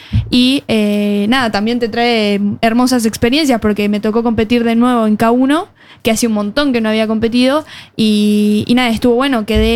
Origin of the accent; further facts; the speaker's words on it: Luján, Buenos Aires Province, Argentina; que es de mi pueblo, es de Luján